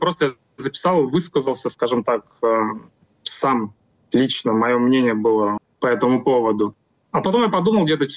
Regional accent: Russia; moved away as an adult; now in Georgia; я сам россиянин, и я до 25 года жил в России.

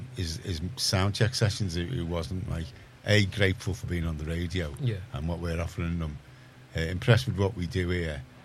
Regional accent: Liverpool, North West England, United Kingdom

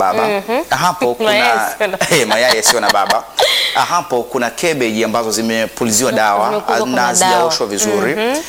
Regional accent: Songea, Ruvuma, Tanzania; born there; mimi sijakulia mjini, japokuwa nimezaliwa mjini, ila nimekulia pembezoni mwa miji. Nimekuwa zaidi kwa bibi.

